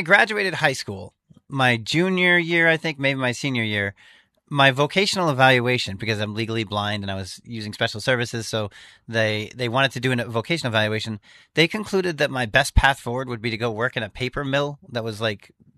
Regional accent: Pembroke, New Hampshire, United States; I was born in Hanover. I don't think the hospital actually exists anymore. But I grew up in Pembroke, which is just outside of Concord.

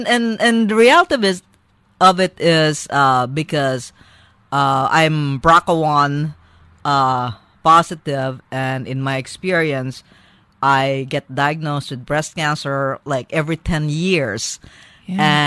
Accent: Philippines; I called the Philippines my home country.

